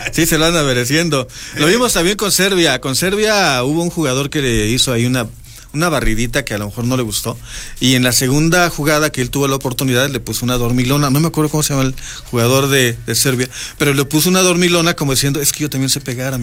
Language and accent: Spanish; Mexico; Soy de San Francisquito.